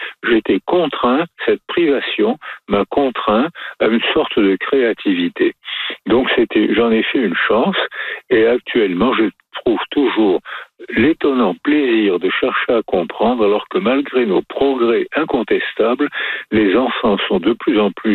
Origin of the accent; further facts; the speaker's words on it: France; born there; moi je suis né en France, donc je parlais français sans accent